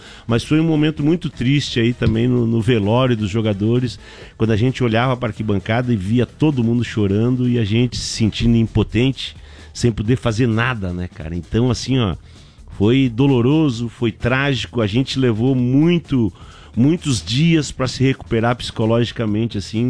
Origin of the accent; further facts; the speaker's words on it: Gravataí, Rio Grande do Sul, Brazil; born there; ele era de Gravataí, da mesma cidade onde eu nasci, né, cara?